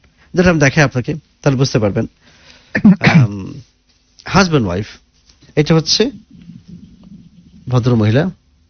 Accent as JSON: {"language": "Bangla", "town": "Kushtia", "region": "Khulna Division", "country": "Bangladesh", "tie": "born or raised there", "said": "আমার বাড়ি কুষ্টিয়াতে"}